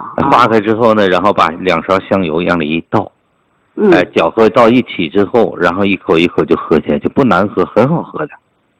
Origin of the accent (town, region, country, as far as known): Tianjin, China